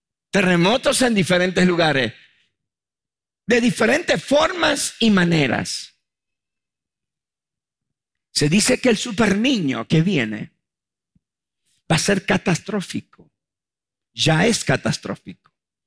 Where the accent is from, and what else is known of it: Argentina